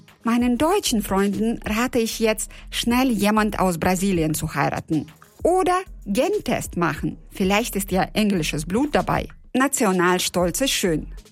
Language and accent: German; Uzbekistan; now in Germany; Ich komme aus Usbekistan. Mein Mann ist Spanier und unser Sohn ist Deutscher.